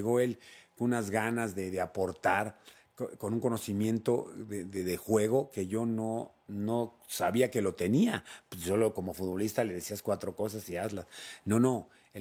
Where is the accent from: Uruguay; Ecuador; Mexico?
Mexico; siendo mexicanos